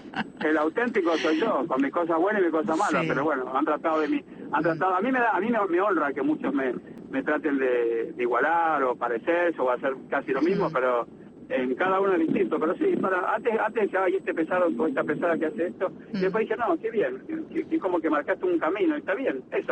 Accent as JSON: {"language": "Spanish", "region": "Mendoza", "country": "Argentina", "tie": "born there", "said": "Mi familia es de Buenos Aires, pero nosotros nacimos en Mendoza por esas circunstancias de la vida, porque papá y mamá son de Buenos Aires."}